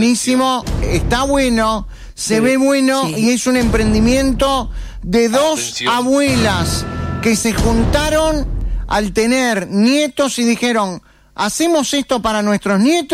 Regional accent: Tacuarembó, Uruguay; Yo soy de Tacuarembó.

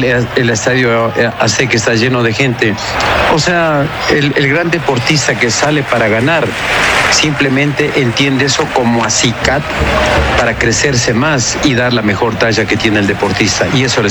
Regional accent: Ecuador; representarle a mi país como deportista ecuatoriano.

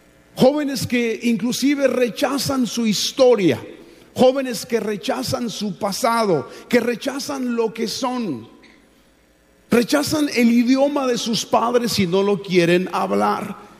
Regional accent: Mexico; moved away; En nuestro caso somos de México.

